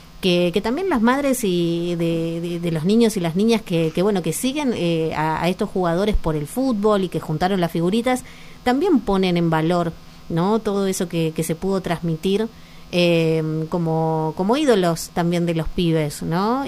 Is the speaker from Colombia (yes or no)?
no; Argentina; Que esto nos suceda como argentinos, de poder ganar una final